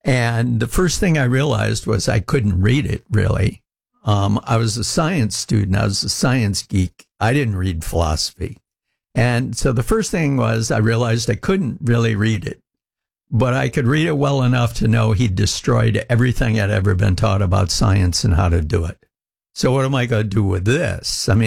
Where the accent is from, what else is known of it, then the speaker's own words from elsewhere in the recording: Michigan, United States; Growing up, I grew up in Michigan